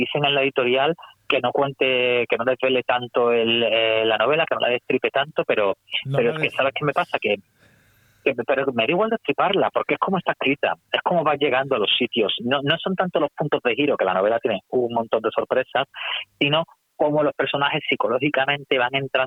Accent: Seville, Andalusia, Spain; now in Madrid, Spain; Yo soy sevillano, pero vivo en Madrid

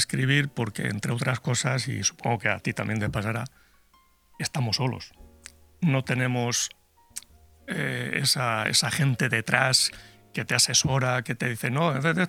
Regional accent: Spain; lo que hoy en día conocemos como españoles.

